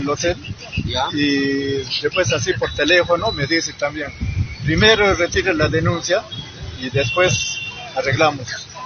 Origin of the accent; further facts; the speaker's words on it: Huánuco, Peru; Yo soy de Ovas